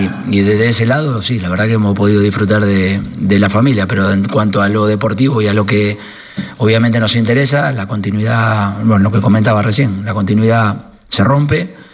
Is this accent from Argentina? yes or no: yes; Argentina; Con Messi, la verdad que somos agradecidos los argentinos de haber tenido a dos futbolistas extraordinarios